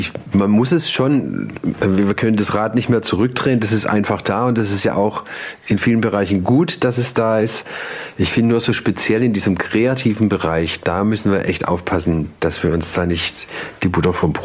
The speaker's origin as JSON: {"language": "German", "town": "Pforzheim", "region": "Baden-Württemberg", "country": "Germany", "tie": "born or raised there", "said": "ob ich mir nicht mal Gedanken machen wollte, einen Song über meine Heimatstadt zu machen. Würde doch naheliegen, so als Pforzheimer."}